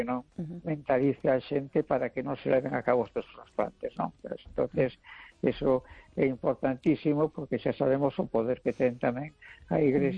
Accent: Galicia, Spain; hai que telo en conta e que importante para, bueno, pois para nós como galegos

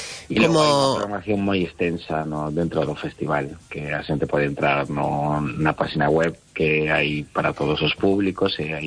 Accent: Cangas, Galicia, Spain; onde son contos de mulleres do Morrazo, que é onde son eu, de Cangas.

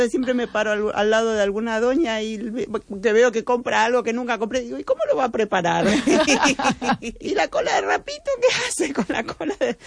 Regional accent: Argentina; moved away; Como soy una argentina típica, porque no como carne, pero es que no lo puedo.

